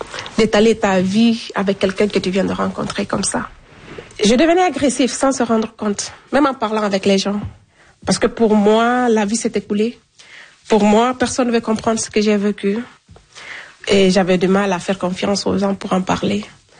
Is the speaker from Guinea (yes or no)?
yes; Guinea; Je vous assure, même l'eau n'avait pas de goût chez moi. Parce qu'ici, il y a le calcaire, mais chez nous, en Guinée, il n'y a pas de calcaire.